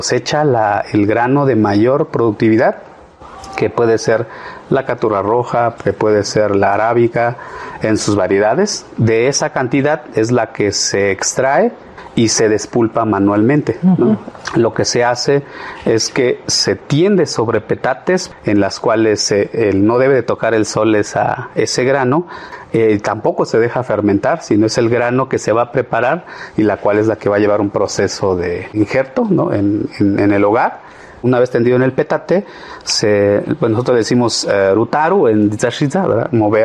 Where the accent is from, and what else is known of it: Tanetze de Zaragoza, Oaxaca, Mexico